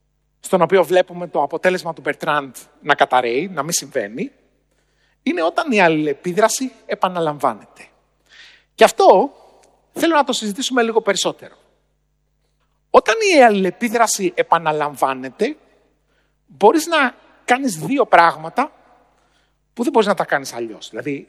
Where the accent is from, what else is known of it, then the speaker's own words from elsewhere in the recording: Agrinio, West Greece, Greece; Στο χωριό μου λοιπόν, στο Αγρίνιο, εκεί που μεγάλωσα, στον Αβαρίκο του Λακαρνανίας, ένα μικρό χωριό που είναι κοντά στο Θέρμο